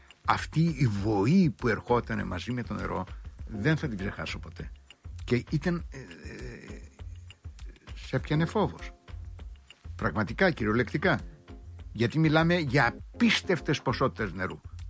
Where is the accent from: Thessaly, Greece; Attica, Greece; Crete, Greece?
Crete, Greece; moved away; από το χωριό μου δίπλα περνάει το ποτάμι που καταλήγει στον κάμπο και πλημμυρίζει στο οροπέδιο.